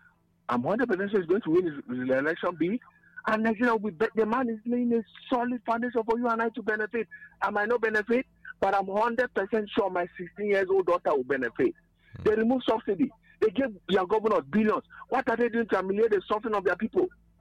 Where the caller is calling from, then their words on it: Oka, Nigeria; I'm calling from Oka.